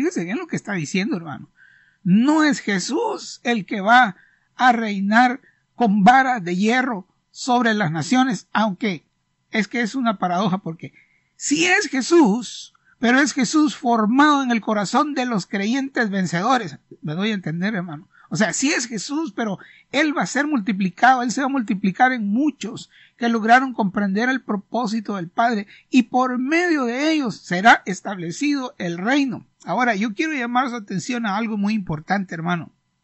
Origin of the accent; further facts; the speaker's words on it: Honduras; Así que siervo aquí, como dicen en algunas partes, yo soy de Honduras